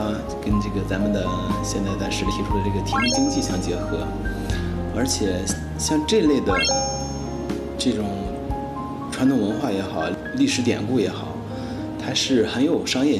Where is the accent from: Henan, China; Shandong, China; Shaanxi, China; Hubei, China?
Shandong, China; Dezhou; now in Xingtai, China; 当然我的家乡也很好，但是确实客观的说，还是邢台里这个旅游资源更丰富，因为它挨着太行山。 嗯， 这山那德州就没有山啊。